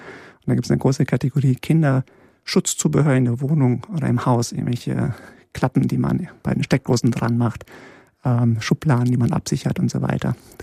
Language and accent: German; Poland; born there; moved away; Ich bin in Polen geboren worden